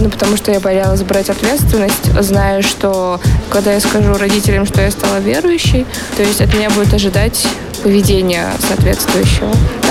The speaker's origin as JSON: {"language": "Russian", "region": "Orenburg Oblast", "country": "Russia", "lives_now": "Saint Petersburg, Russia", "said": "я сейчас учусь в Петербурге, но приехала я из Оренбургской области."}